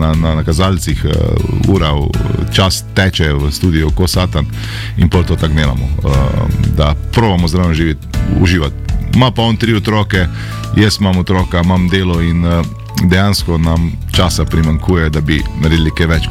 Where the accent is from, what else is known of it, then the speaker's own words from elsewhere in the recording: Velenje, Savinjska, Slovenia; moved away as an adult; now in Maribor, Slovenia; sem se preselil iz Velenja v Maribor